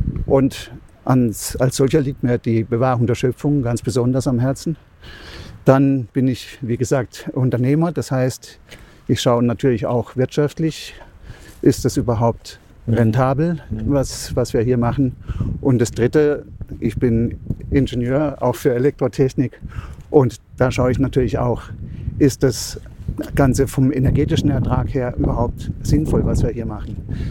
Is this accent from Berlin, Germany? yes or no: no; Freiburg, Baden-Württemberg, Germany; ich bin Freiburger.